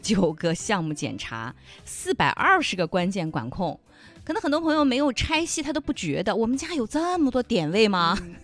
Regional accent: Hunan, China; 咱们湖南人都知道啊，

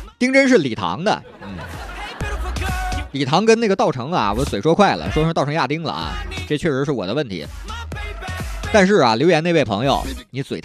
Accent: Liaoning, China; 我是辽宁人

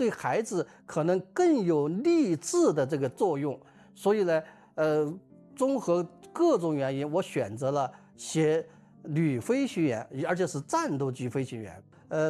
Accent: Liangping District, Chongqing, China; moved away; 我的家乡在重庆市梁平区，以前叫梁平县。

